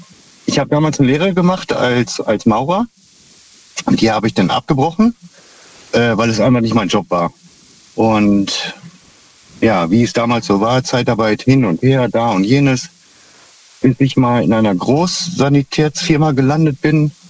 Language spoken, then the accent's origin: German; Minden, North Rhine-Westphalia, Germany